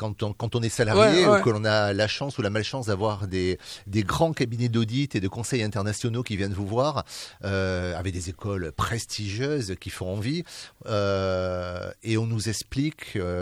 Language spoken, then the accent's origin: French; Pau, Nouvelle-Aquitaine, France; born there; also born or lived in England; il commence il y a 56 ans, donc à Pau